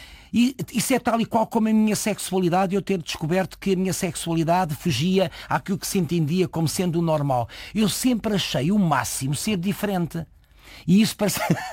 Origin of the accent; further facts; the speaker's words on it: Lisbon, Portugal; born there; Atenção que eu nasci em Lisboa, minha mãe conhece o meu pai em Lisboa, volta para Coimbra, que é um meio pequeno.